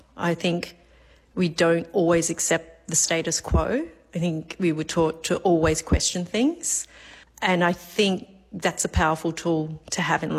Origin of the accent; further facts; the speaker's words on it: Australia; So it took a while to come around to being very Australian and also being multicultural.